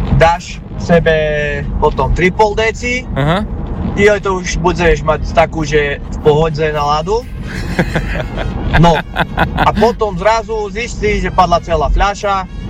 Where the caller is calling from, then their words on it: Poprad, Prešov Region, Slovakia; Ja som z východu, dnes úplne z východu, ešte len z Popradu.